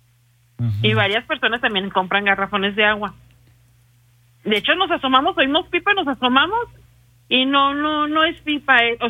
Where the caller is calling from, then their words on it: Mexico; Del barrio de San Marcos. De hecho, nosotros vivimos a espaldas del templo de San Marcos.